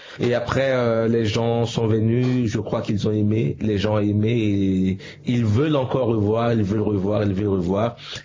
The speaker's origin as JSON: {"language": "French", "country": "Central African Republic", "said": "Mais on vient de la République centrafricaine."}